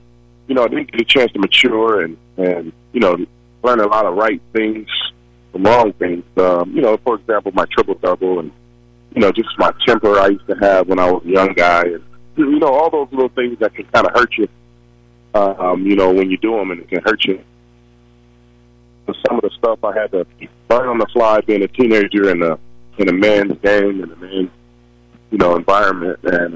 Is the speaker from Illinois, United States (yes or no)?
yes; Chicago, Illinois, United States; We're from Chicago, so, you know, we moved out the city just to get out the violence and all the bad stuff that was going on.